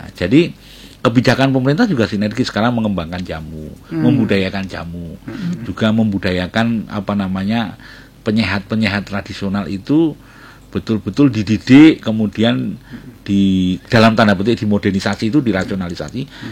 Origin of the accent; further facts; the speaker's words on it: Yogyakarta, Special Region of Yogyakarta, Indonesia; identitas budaya kita sebagai orang Jogja